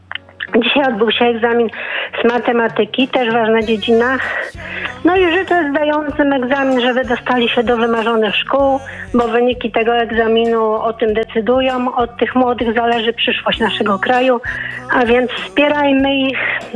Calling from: Warsaw, Masovian Voivodeship, Poland; z Warszawy.

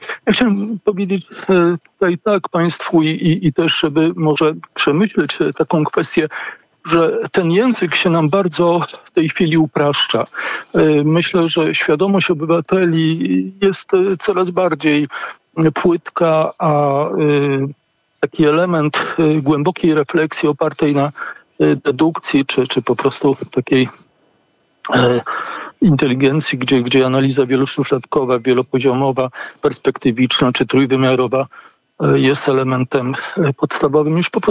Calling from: Łódź, Łódź Voivodeship, Poland; Ja dzwonię z miasta Łodzi

